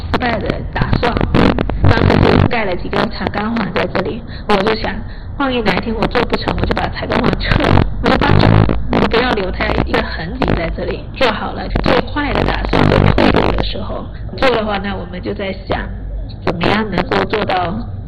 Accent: Fujian, China; moved away; 然后而且我从福建来了，很喜欢吃新鲜，不喜欢冰冻的。

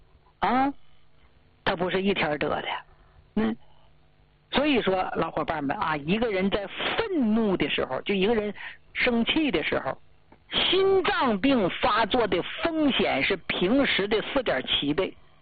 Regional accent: Jilin, China; 咱们家乡吉林的一个老张大姐

